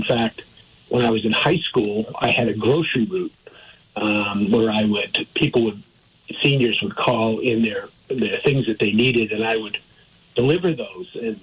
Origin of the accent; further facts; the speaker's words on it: East Montpelier, Vermont, United States; I was born in East Montpelier. I said, I like looking at the Worcester mountain range from this side, because when I grew up, I looked at it from the other side.